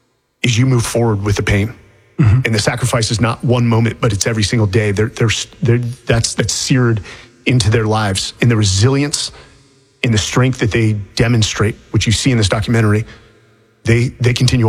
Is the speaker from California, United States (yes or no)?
yes; California, United States; you know, I grew up in the Bay Area.